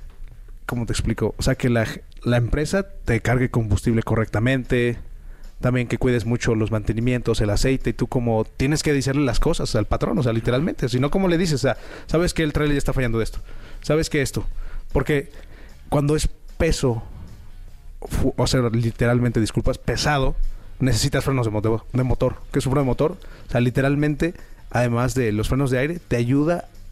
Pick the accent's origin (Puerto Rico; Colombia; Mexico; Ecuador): Mexico; Villa de Reyes, San Luis Potosí